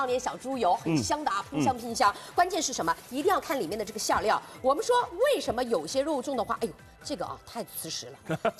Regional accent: Jiangxi, China; 我是江西人，

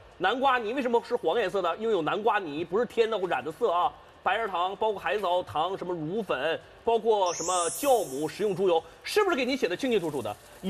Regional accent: China

